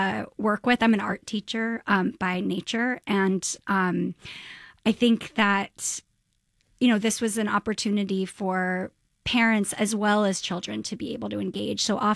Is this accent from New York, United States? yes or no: yes; New York, United States; I was born in 1988 in St. Vincent's Hospital, which is no longer a hospital, is closed, is now luxury condos.